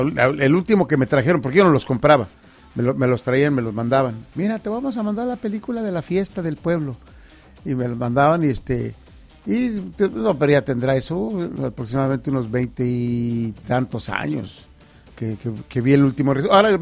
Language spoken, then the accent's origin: Spanish; Chihuahua, Mexico; now in United States; Chihuahua. Toda la gente en mi pueblo ya levantándose en esos momentos para la alborada, para las mañanitas, al Santito, San Miguel, Arcángel